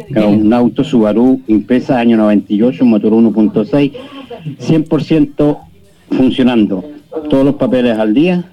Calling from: Arauco, Biobío, Chile

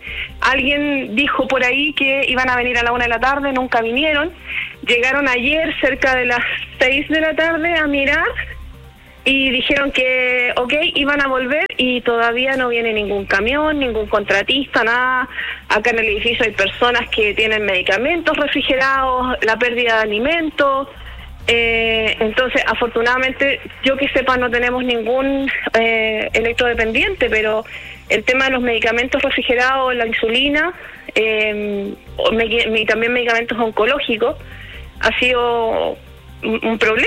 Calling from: Valparaíso, Chile; Cerro Las Delicias, Valparaíso.

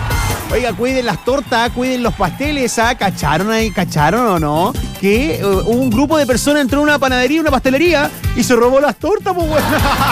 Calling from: Viña del Mar, Valparaíso, Chile; yo soy chileno casado con una mexicana, amigo. Desde Viña del Mar te escucho todos los días.

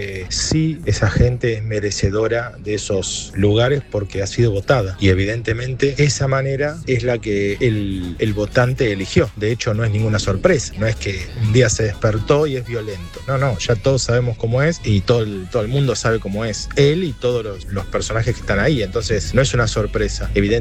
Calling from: Banfield, Buenos Aires Province, Argentina; de Banfield.

